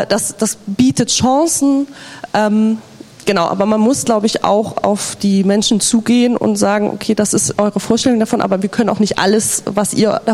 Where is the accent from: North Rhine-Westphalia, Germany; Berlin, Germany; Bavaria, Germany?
Berlin, Germany; moved away as an adult; now in Neustrelitz, Germany; Und ich bin da vor 4 Jahren hingezogen, das ist korrekt, ich komme aus Berlin.